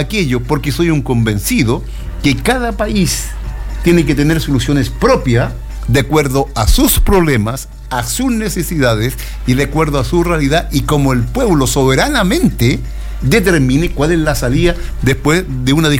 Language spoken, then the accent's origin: Spanish; Chile; Yo soy chileno, tengo un programa para Chile.